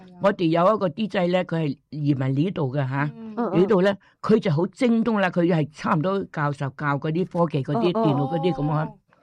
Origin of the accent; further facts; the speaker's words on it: Hong Kong; 因为我喺香港长大咧，系读书系繁体字噶嘛。